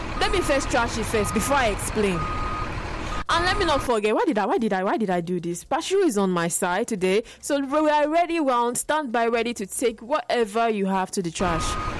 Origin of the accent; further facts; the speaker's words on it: Nigeria; as a Nigerian